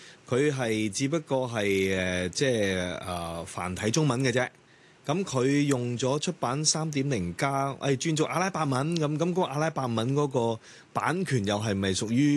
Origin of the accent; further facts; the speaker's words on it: Hong Kong; 我们香港人